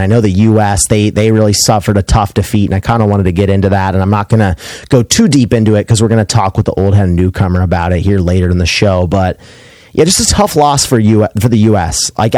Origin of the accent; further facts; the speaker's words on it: United States; as an American who's trying to get into soccer